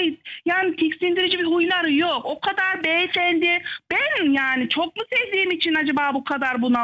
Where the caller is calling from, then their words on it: Ankara, Turkey; Ankaralıyım